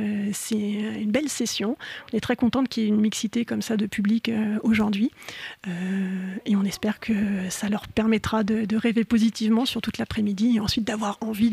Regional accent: Metz, Grand Est, France; D'ailleurs, moi, je viens de Metz. Je suis venue en train ce matin

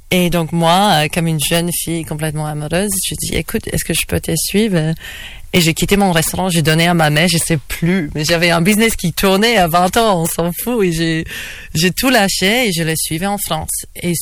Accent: Australia; French is a second language; moved away as an adult; Je suis moitié polonaise. Donc en fait, ma mère elle est polonaise et j'avais toujours envie. Je suis née en Australie, j'ai grandi en Australie, mais j'étais dans cette culture polonaise et donc j'avais toujours envie de partir de l'Australie et de voir l'autre moitié de moi. Donc je suis partie quand j'avais 18 ans

